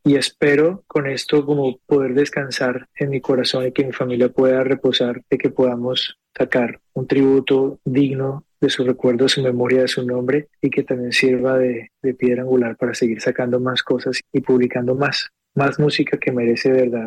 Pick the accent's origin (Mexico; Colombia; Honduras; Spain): Colombia; todos como colombianos deberíamos sentirnos orgullosos.